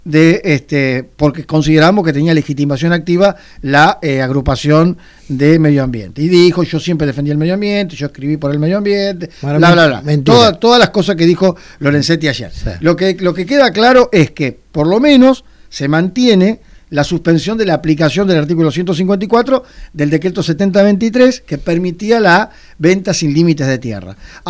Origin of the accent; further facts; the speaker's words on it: Argentina; Soy bien argentino y defiendo los intereses de los argentinos como lo defendés vos.